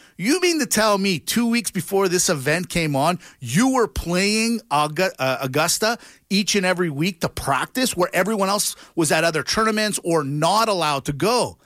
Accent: Canada; we might be two Greek guys, but we're proudly Canadian.

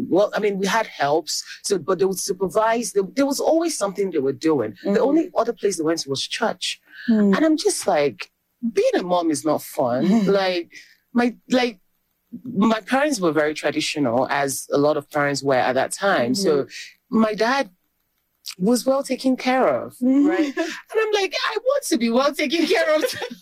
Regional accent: Owerri, Imo, Nigeria; In Owerri. I grew up in Owerri.

